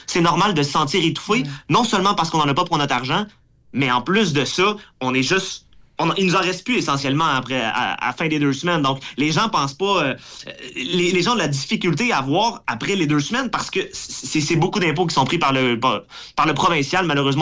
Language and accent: French; Quebec, Canada; en tant que Québécois, en tant que Canadien